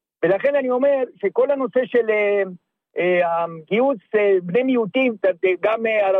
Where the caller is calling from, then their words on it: Holon, Tel Aviv District, Israel; ואני מחולון.